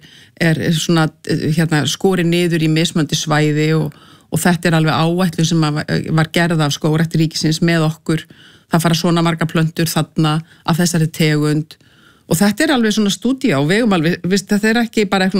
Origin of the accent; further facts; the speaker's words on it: Reykjavík, Capital Region, Iceland; En ég er uppalinn í Reykjavík, skólagangan var hérna í Breiðholtinu, sko.